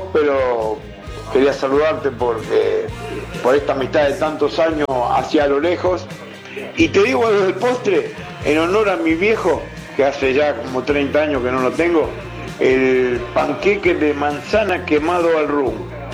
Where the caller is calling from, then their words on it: Lugano, Buenos Aires, Argentina; de Lugano.